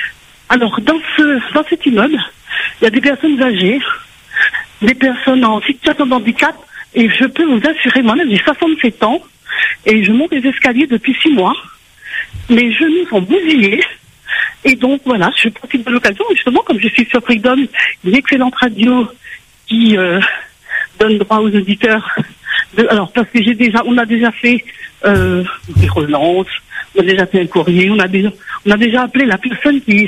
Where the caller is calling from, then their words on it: Réunion; j'habite au bas de la rivière, à la résidence fréquence.